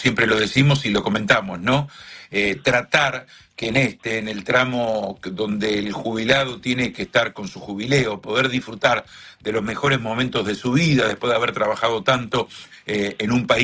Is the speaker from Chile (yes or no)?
no; Argentina; me vuelvo a la Argentina. Así que aprovechemos tantas cosas lindas que nos da nuestro país.